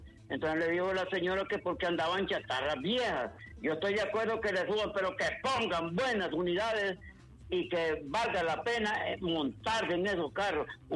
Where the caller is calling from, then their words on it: Tegucigalpa, Francisco Morazán, Honduras; yo vivo en Tegucigalpa, en la 21 de octubre